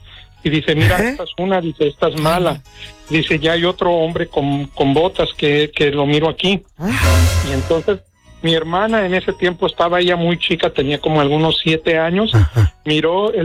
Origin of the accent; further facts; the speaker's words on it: Mexico; now in United States; cuando nosotros llegamos de México para acá, para Estados Unidos, llegamos a un lugar que se llama Gurnee, Illinois.